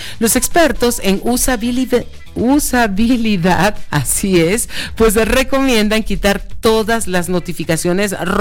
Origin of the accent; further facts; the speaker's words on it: Panama; Panamá, mi tierra Panamá